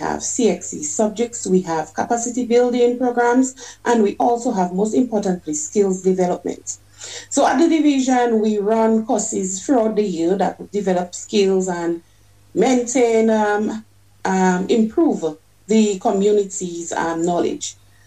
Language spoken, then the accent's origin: English; Dominica; I was raised in Rivière-Syrac in a household where my granny was the head of the household.